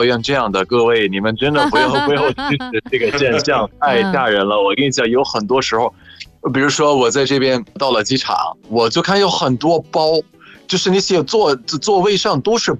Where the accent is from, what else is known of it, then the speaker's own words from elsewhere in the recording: Egypt; Chinese is a second language; moved away; 我们埃及人有自己的规矩，